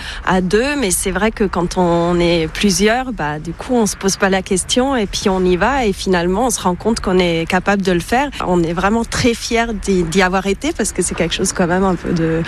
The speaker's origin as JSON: {"language": "French", "country": "Switzerland", "lives_now": "France", "said": "je suis suisse d'origine et ici, ça manque un peu de montagne et de neige et de froid."}